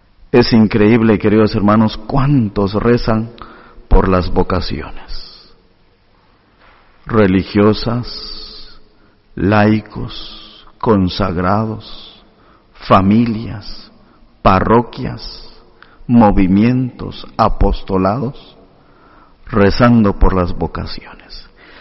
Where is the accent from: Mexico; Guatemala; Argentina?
Guatemala; Santiago Atitlán, Sololá; En la parroquia de donde vengo, en Guatemala, en Santiago Atitlán